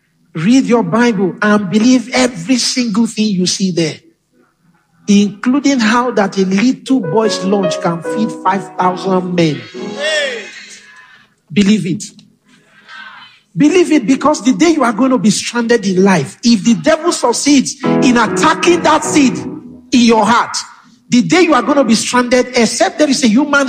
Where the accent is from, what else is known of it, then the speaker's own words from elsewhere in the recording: Igarra, Edo, Nigeria; I grew up in Igara. Some of you don't even know where Igara is.